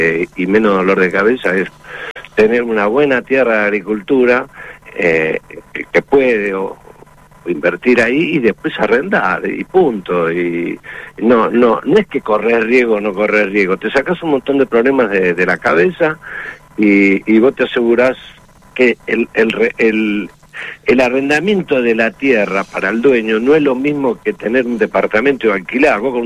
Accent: Carapachay, Buenos Aires Province, Argentina; moved away as an adult; also born or lived in Vicente López; now in Belgrano, Buenos Aires, Argentina; Yo nací en Vicente López y después me crié en Carapachay, hasta que me casé, y después me mudé a Belgrano, y desde ahí estoy acá en Belgrano

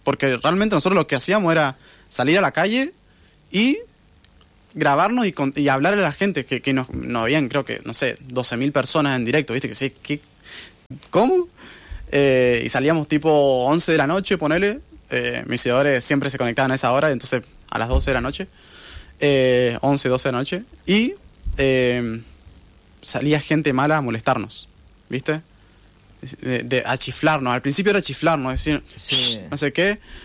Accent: Real del Padre, Mendoza, Argentina; Yo soy de Real Padre.

